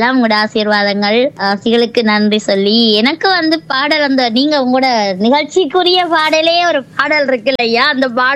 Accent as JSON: {"language": "Tamil", "town": "Chidambaram", "region": "Tamil Nadu", "country": "India", "tie": "born or raised there", "moved": "as an adult", "lives_now": "London, United Kingdom", "said": "இந்தியாவை சேர்ந்தவர், பூர்வீகம் இந்தியா. சோ அதனால தமிழகத்துல என்னுடைய நான் தமிழகம் சிதம்பரத்துல பிறந்து வளர்ந்தவர்."}